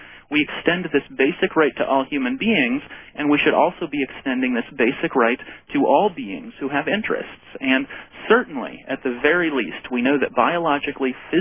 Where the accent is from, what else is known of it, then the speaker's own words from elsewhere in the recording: Minnesota, United States; I grew up in Minnesota eating fish, and I also grew up fishing for 12 years, land of 10,000 lakes